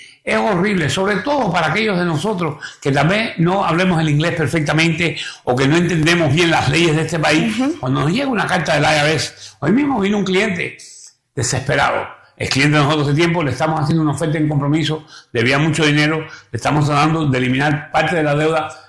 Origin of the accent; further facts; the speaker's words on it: Cuba; now in New York, United States; yo soy cubano, nosotros tenemos un parque aquí que mira Nueva York